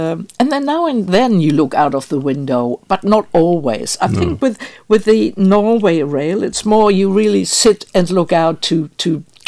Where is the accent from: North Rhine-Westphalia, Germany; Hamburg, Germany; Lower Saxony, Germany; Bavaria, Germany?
Hamburg, Germany; now in Australia; maybe next year in my hometown of Hamburg